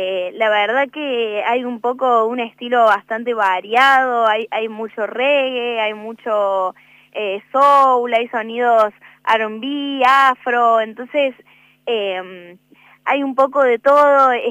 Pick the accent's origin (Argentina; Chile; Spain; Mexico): Argentina; Río Cuarto, Córdoba; Así es, cordobesa nomás.